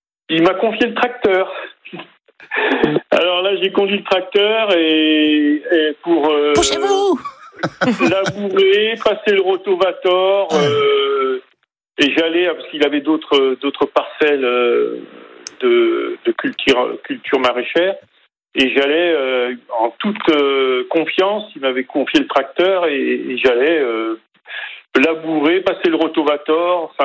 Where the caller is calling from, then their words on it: Grand Est, France; j'habite en Champagne-Ardenne et je suis actuellement en vacances à Erdeven, dans le Morbihan.